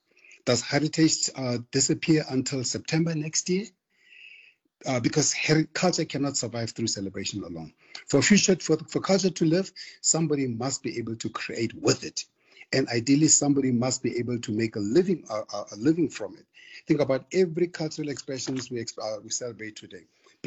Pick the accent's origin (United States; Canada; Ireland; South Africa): South Africa